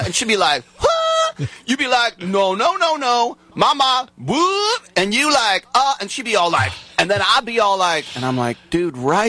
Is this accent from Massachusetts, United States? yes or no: no; Oakland, California, United States; also born or lived in Richmond, California; I grew up in Richmond and Oakland.